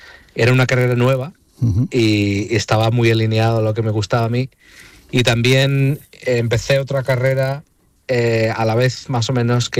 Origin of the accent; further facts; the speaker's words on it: Málaga, Andalusia, Spain; born there; Pues mira, yo nací en Málaga porque con mi padre siendo piloto, mi madre azafata, mi madre nació en Málaga también y ajá, toda su familia estaba allí.